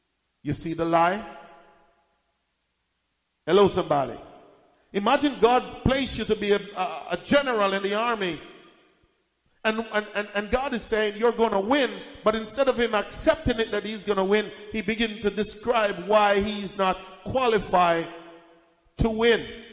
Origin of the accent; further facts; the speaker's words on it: Jamaica; I'm from Jamaica. I am the least likely person in my family. I am the black sheep of the family.